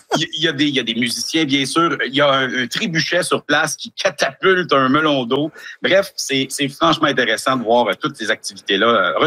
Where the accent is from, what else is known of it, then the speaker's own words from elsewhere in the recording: Quebec, Canada; Et tout ça, c'est chez nous, au Québec, sur la Côte-Nord, à bord d'un Zodiac.